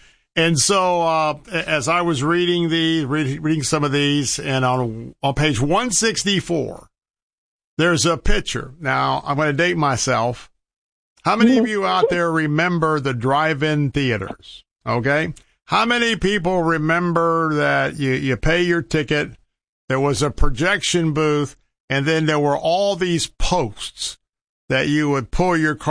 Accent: Tampa, Florida, United States; I was born and raised in Tampa. I'm very, very aware of our traffic increases.

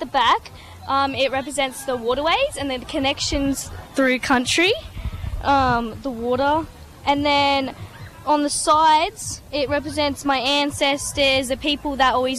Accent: Kalgoorlie, Western Australia, Australia; now in Caboolture, Australia; I'm from Caboolture, but originally I live in WA. I'm a proud Wadjuk Noongar Whangatha girl from Kalgoorlie

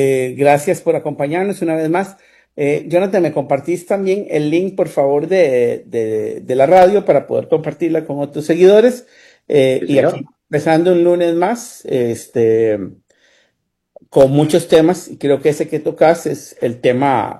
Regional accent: Costa Rica; Eso para mí es muy preocupante como ciudadano costarricense

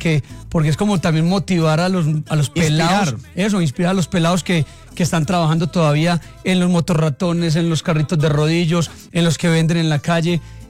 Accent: Cisneros, Antioquia, Colombia; also born or lived in Bello, Colombia; Yo nací en Bello. Yo viví parte de mi infancia desde los 5 añitos como hasta los 13 años en Cisneros.

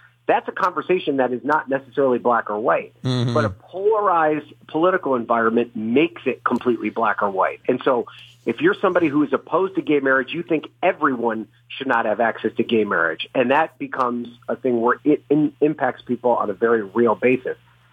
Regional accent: New York, United States; my home state, New York

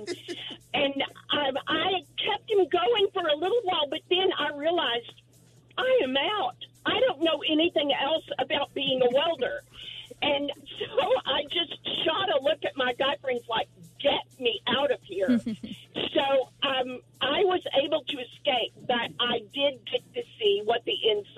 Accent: Dallas, Texas, United States; Well, years and years ago, I was born and raised in Dallas

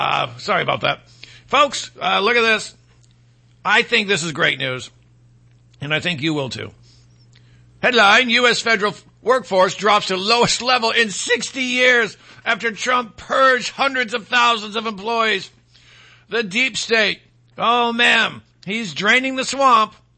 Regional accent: Detroit, Michigan, United States; moved away; I'm from Detroit. I've still got friends and family all over the joint. And we're all of the blue-collar working class

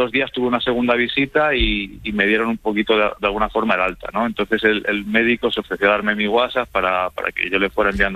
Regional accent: Zamora, Castile and León, Spain; now in Barcelona, Spain; Yo soy de Zamora, pero vivo en Barcelona. Llevo 13 años ya viviendo en Barcelona.

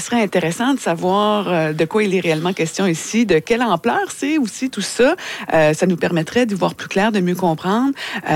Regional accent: Shawinigan, Quebec, Canada; Bien, je suis originaire de Shawinigan.

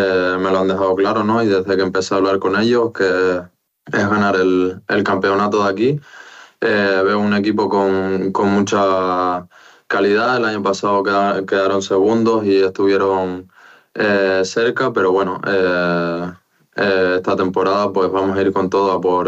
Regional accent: Spain

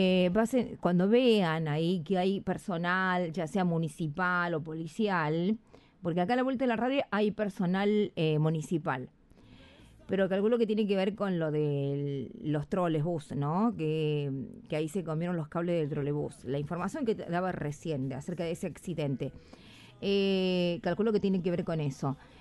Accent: Merlo, Buenos Aires Province, Argentina; Hoy mi esposa me cortó el pelo. Ella se llama Eli. Somos de Buenos Aires, Merlo, zona oeste.

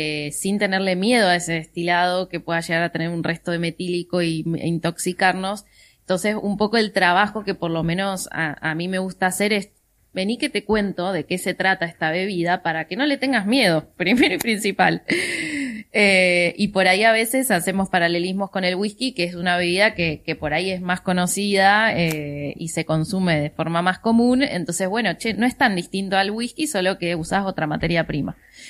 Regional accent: Mendoza, Argentina; tenemos una historia como mendocinos

